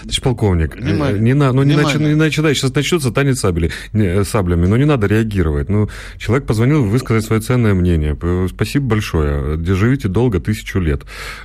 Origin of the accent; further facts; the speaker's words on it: Donetsk, Donetsk Oblast, Ukraine; я же из Донецка. Вот нас с 15-го года, просто утюжит всем.